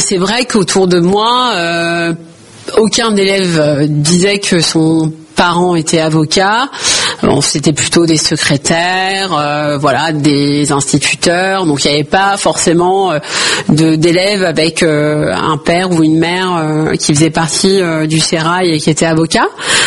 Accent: Rosny-sous-Bois, Île-de-France, France; born there; Alors moi je suis née à Rosny-sous-Bois. C'est une commune aujourd'hui qui comprend 45 000 habitants.

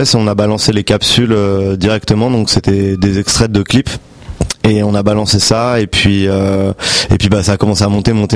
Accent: Charenton-le-Pont, Île-de-France, France; born there; Je suis né à Charenton-le-Pont, à la clinique de Bercy, pour être précis.

